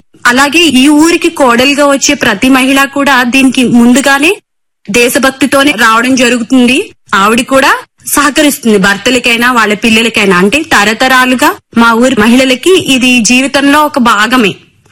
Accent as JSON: {"language": "Telugu", "town": "Madhavaram", "region": "Andhra Pradesh", "country": "India", "tie": "born or raised there", "said": "మా గ్రామంలో చదువుకునే అప్పటి నుంచి కూడా మాకు స్వచ్ఛ భారత్ మీద అవగాహన ఉంటుందండి. నేను కూడా మా ఊర్లో చదువుకోవడంతో"}